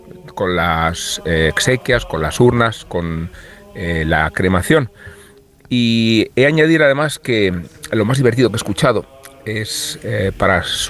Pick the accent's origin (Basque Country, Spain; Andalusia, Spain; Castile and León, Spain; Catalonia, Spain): Castile and León, Spain; Salamanca; asistir hace muy poco a unos funerales en Salamanca, de donde vengo